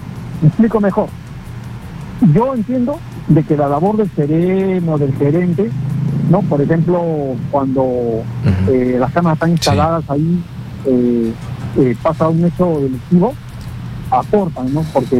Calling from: Lima, Peru; De la Victoria, ….

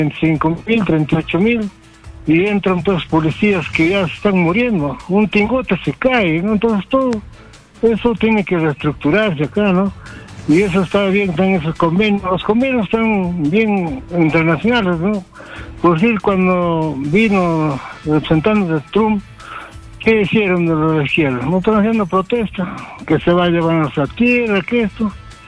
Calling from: Lima, Peru; de Cercado Lima.

